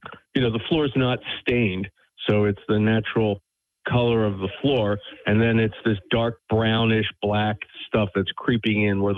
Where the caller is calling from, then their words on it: Hardwick, Massachusetts, United States; Hi, this is … I'm calling from Hardwick, Massachusetts.